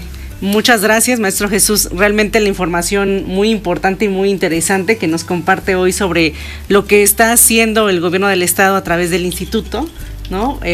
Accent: Puebla, Mexico; para nosotros como poblanos. Yo no soy de nacimiento poblana, pero toda mi vida he estado en Puebla. Y ya de corazón soy poblana.

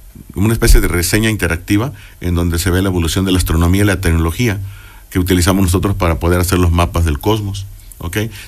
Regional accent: Tres Valles, Veracruz, Mexico; also born or lived in Xalapa; porque la 1 yo todavía estaba en mi pueblo, en Tres Valles, Veracruz, uh-huh. Así, estudiando, y ya a partir de las 2 ya me había ido a Jalapa a estudiar la preparatoria.

